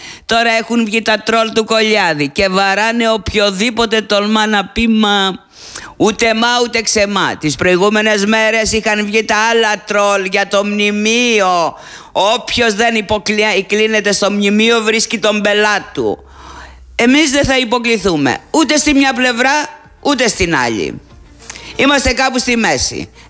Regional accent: Greece; now in Rhodes, Greece; Είμαστε Έλληνες πολίτες, δημοσιογράφοι και ζούμε σε μια δημοκρατική χώρα.

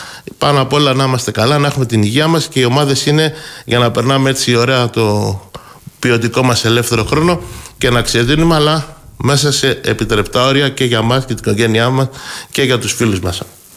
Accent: Greece; σαν Έλληνες

